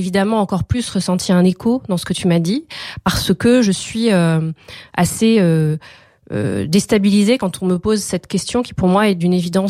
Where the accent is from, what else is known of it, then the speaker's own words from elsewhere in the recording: Corsica, France; Parce que je suis corse et que je porte cet héritage et noblesse d'âme et de cœur dont il me faut être à la hauteur.